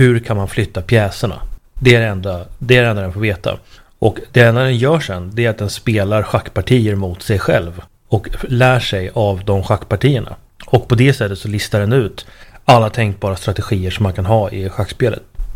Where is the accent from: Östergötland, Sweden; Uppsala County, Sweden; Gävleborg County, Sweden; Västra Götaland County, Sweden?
Uppsala County, Sweden; Uppsala; hemma i Uppsala